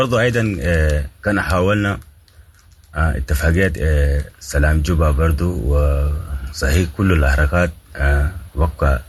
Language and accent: Arabic; Sudan; لانه هم نحن سودانيين وافارقة صحيح